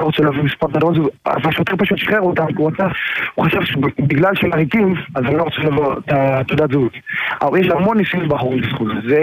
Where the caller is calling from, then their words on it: Jerusalem District, Israel; ביתר וירושלים ובית שמש, שזה האזור שלי